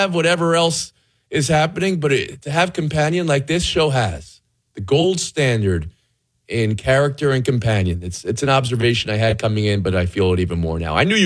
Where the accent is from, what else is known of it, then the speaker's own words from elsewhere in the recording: New Jersey, United States; This is Drazen Petrovic here. a player I grew up with in Jersey.